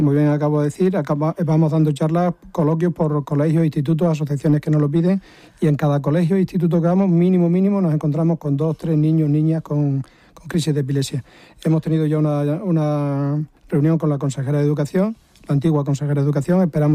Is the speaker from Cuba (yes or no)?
no; Puebla de Obando, Extremadura, Spain; now in Mérida, Spain; yo siempre digo que vivo en Mérida, pero que soy de Pueblo de Obando. Lo de los orígenes nunca hay que decir que no es uno de allí. Soy de Pueblo de Obando y vivo en Mérida.